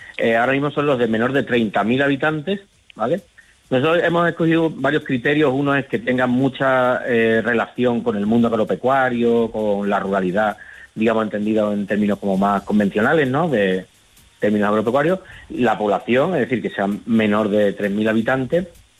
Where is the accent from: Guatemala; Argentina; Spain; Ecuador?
Spain; Higuera de la Sierra, Andalusia; Después yo soy de la Sierra de Huelva, de Higuera de la Sierra, soy antropólogo